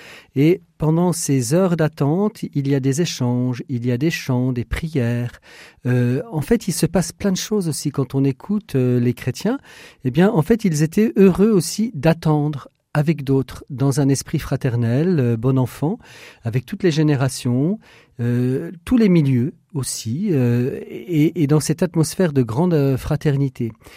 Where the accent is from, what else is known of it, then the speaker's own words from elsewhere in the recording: France; la violence est de plus en plus banalisée dans notre monde et aussi chez nous en France.